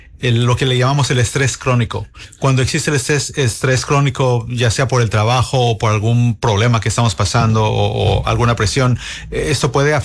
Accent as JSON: {"language": "Spanish", "region": "Mexico City", "country": "Mexico", "said": "Definitivamente la Ciudad de México."}